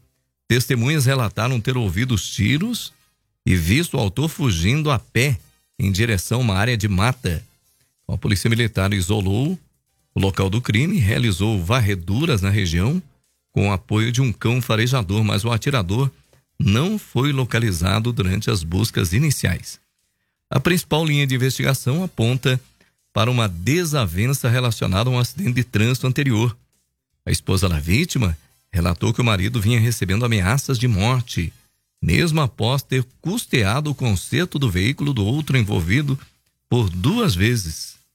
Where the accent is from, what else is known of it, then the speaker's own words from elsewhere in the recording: Telêmaco Borba, Paraná, Brazil; also born or lived in Lagoa; quando eu vim lá de Lagoa, aqui para Telêmaco, né? A família se mudou para cá, eu tinha justamente essa idade, né?